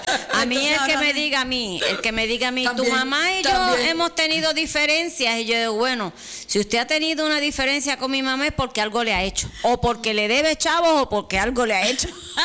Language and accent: Spanish; Puerto Rico; Nosotros los puertorriqueños pues tenemos esa bendición